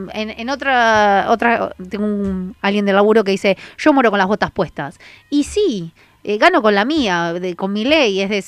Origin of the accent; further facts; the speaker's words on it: Argentina; por lo menos a mí, como argentina